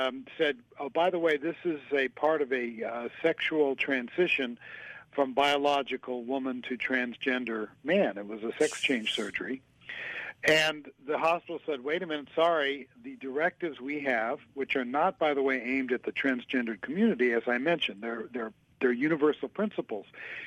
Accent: California, United States; moved away; I know I'm from California.

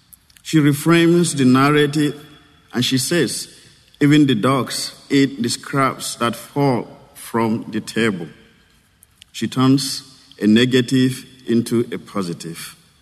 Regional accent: Nigeria; moved away; I'm originally from Nigeria

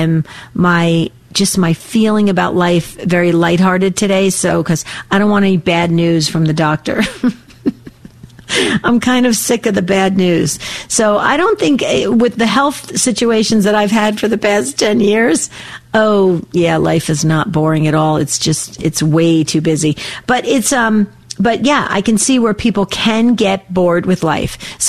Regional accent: New Jersey, United States; born or raised there; now in Arizona, United States

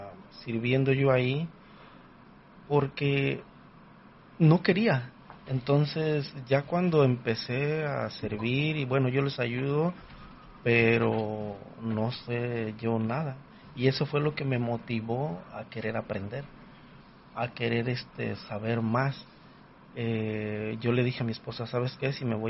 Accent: Bellavista, Jalisco, Mexico; moved away; Bueno, yo soy de, originalmente soy de Jalisco, de Bellavista, Jalisco.

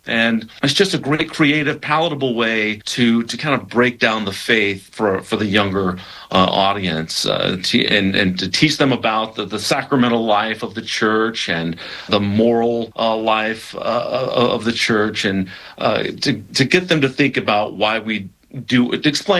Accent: Birmingham, Alabama, United States; Yeah, I grew up in Birmingham, Alabama

